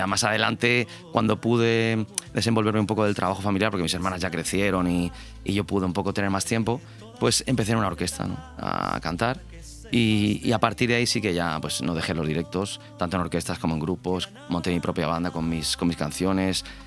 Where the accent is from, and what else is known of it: Novelda, Valencian Community, Spain; born or raised there; moved away as an adult; now in Benidorm, Spain